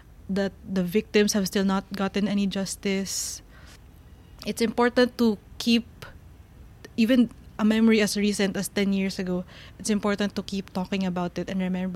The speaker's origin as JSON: {"language": "English", "town": "Manila", "region": "Metro Manila", "country": "Philippines", "tie": "born or raised there", "said": "I'm from Manila. I grew up in Manila. I was born in Manila."}